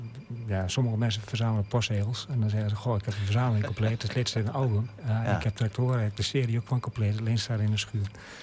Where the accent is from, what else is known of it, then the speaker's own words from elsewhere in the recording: Heerde, Gelderland, Netherlands; geboren en getogen in Heerde, 59 jaar geleden.